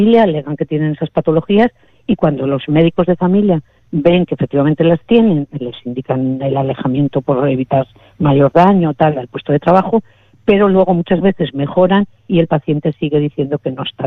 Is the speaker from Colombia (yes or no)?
no; Castile and León, Spain; A ver, yo soy de campo, yo soy del pueblo de Palencia, y mi padre era agricultor, trabajaba en una finca gigantesca con más de 800 árboles, con mucho trabajo de campo, y yo eso lo he mamado, lo he vivido